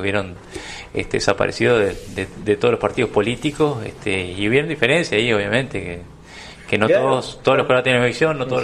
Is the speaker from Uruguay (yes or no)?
yes; Uruguay; es parte también de nuestra identidad como uruguayos la reconstrucción histórica, ¿no?